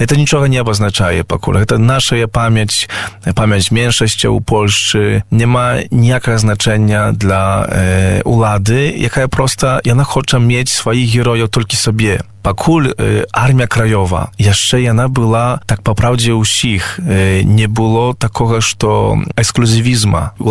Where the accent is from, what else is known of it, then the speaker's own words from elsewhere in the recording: Podlaskie Voivodeship, Poland; а ми вижили, ми як білоруси у Польщі, ми як меншість вижили.